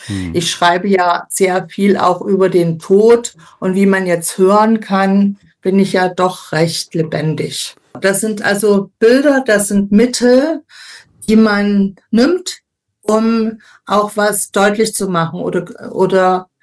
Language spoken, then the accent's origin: German; Weißenfels, Saxony-Anhalt, Germany; also born or lived in Templin; now in Potsdam, Germany; In Templin bin ich geboren, weil meine Mutter, die war Schauspielerin in Senftenberg, ein Engagement hatte. Und aufgewachsen bin ich in Weißenfels im Herrengartengut meiner Oma und meiner Familie.